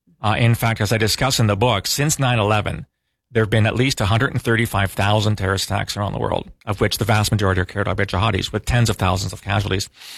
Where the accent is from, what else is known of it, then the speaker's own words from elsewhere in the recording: Canada; But pound for pound, or being Canadian, kilo for kilo